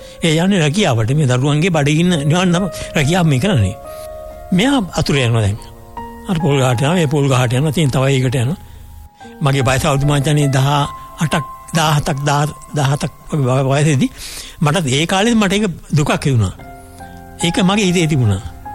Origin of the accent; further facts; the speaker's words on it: Beruwala, Western Province, Sri Lanka; also born or lived in Matara; මම ගම බේරුවල උපන්නේ, මාතර වුණාට පියාගේ ගමට බේරුවට ඇවිල්ලා මම ඉගෙන ගත්තේ බේරුව වලතර මහාවිද්‍යාලයේ අධ්‍යාපනය ලැබුවේ.